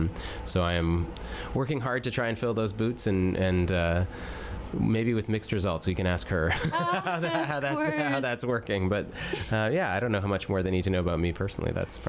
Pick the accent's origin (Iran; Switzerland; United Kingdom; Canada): Canada; now in United States; Well, I guess I would love people to know that I am a Canadian expat, I guess is interesting for folks to know.